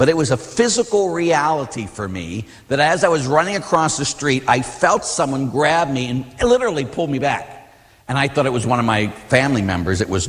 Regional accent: Pittsburgh, Pennsylvania, United States; when I was a kid, I grew up in Pittsburgh, as we all know

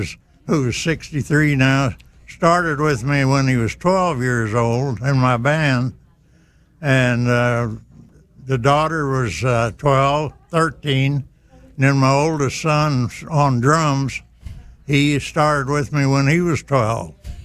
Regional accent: Glennonville, Missouri, United States; moved away as an adult; now in St. Louis, United States; Yeah, I'm from Glennonville, Missouri. Glennonville. A little parish

